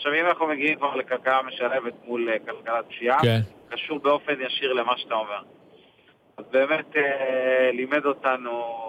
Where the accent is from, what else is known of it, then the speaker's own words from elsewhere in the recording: Negev, Israel; אצלנו בנגב